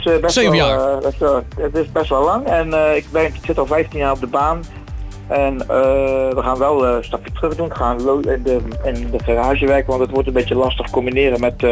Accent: North Brabant, Netherlands; Ik kom uit Halssen, dat is Noord-Brabant.

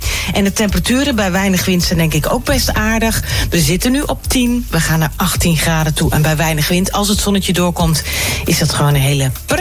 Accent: Eindhoven, North Brabant, Netherlands; born there; Eindhoven

